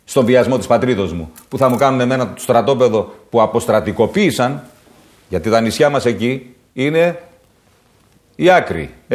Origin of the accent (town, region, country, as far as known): Greece